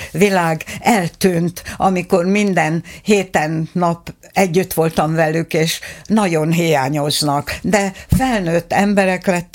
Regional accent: Kunágota, Békés, Hungary; born there; ebben megjelentettem a szülőfalumat, Kunágotát, és apukám szülőfaluját, Dombiratost.

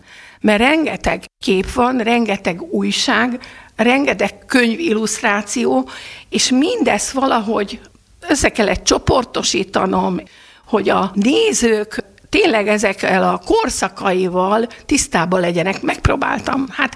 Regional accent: Szeged, Csongrád-Csanád, Hungary; born there; now in Budapest, Hungary; én szegedi születésű vagyok, de már 85 óta fönt vagyok, és most már nyugdíjba vonultam

